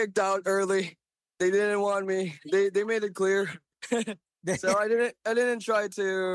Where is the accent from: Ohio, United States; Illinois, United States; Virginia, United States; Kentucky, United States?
Virginia, United States; I am from Virginia, yes.